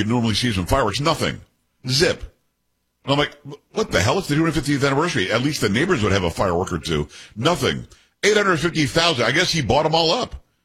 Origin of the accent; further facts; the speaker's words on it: Florida, United States; also born or lived in Texas; I lived in Texas a long time and I grew up in Florida, so y'all, it makes sense to me.